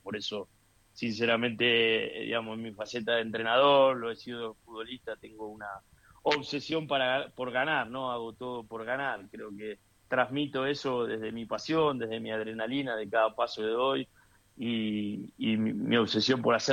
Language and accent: Spanish; Argentina; Mirá, yo crecí ahí en Parque en Argentino, yo era enganche.